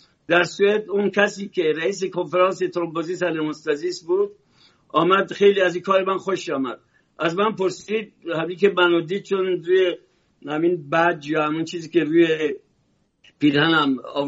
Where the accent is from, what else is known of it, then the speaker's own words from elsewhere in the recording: Iran; now in France; من ایرانی هستم ولی اصلا ربطی هم به شاه ندارم.